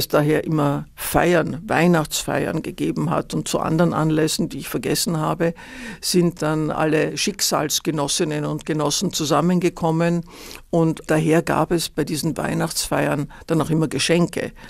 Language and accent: German; Vienna, Austria; also born or lived in Bavaria; Und so bin ich in Wien aufgewachsen. Und die Tatsache, dass wir eben keine gebürtigen Wiener waren